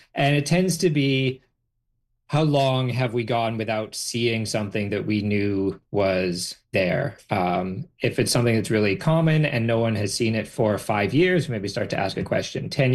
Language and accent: English; Calgary, Alberta, Canada; I grew up in Calgary, and we used to go to Drumheller all the time, into the Badlands to go camping and hiking.